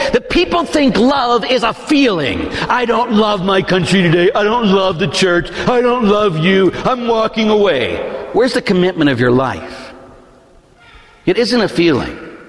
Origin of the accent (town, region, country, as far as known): Pittsburgh, Pennsylvania, United States; born or raised there